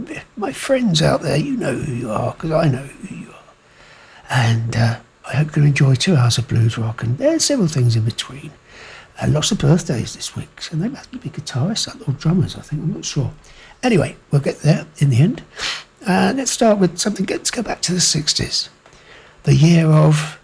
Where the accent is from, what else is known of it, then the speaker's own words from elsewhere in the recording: England, United Kingdom; now in Australia; I'm English, Australian, and I'll put up with it for my listener.